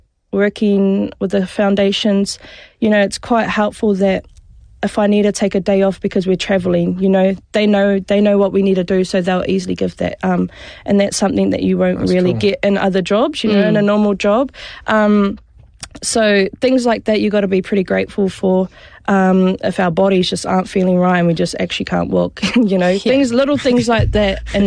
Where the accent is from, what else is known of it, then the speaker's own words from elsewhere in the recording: New Zealand; because I grew up in Te Ao Māori and my nieces and nephews can speak Māori